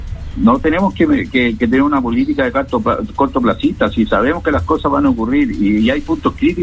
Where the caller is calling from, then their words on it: Antofagasta, Chile; Yo soy de Antofagasta, estoy hace 30 años.